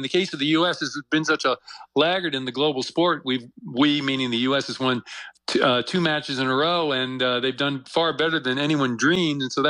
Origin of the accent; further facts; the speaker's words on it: New York, United States; Oh, absolutely. The joke is, you know you're a real New Yorker is when you see a parade, you go in the opposite direction.